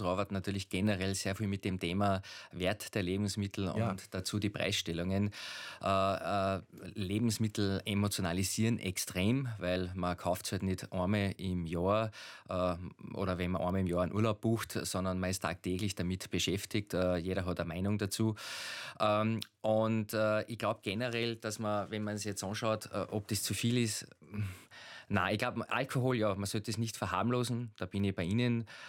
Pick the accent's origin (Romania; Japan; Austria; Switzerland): Austria; Schladming, Styria; wie Gösser oder wo ich herkomme, Schlappminger Bier und viele bekannte Marken.